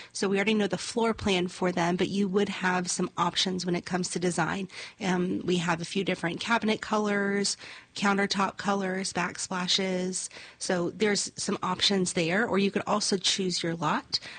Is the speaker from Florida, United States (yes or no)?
no; Tennessee, United States; also born or lived in California; I'm actually from Well, California originally, but then I moved to Tennessee, to West Tennessee, whenever I was 13. So I call myself a Tennessean now. And then I moved out to the Nashville area in my young 20s.